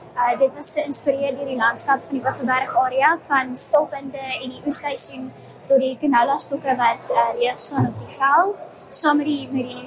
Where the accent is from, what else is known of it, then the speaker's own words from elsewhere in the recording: Western Cape, South Africa; Ek is van Refusioner End af in die Weskaap in die Overberg area.